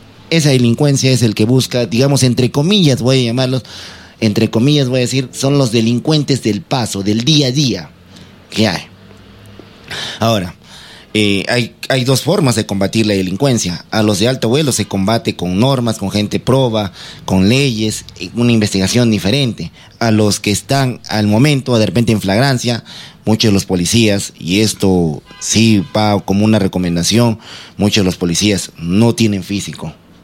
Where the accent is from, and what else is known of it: Peru